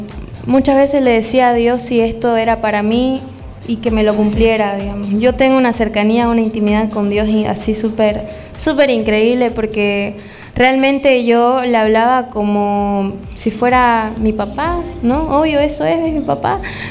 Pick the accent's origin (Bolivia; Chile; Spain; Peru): Bolivia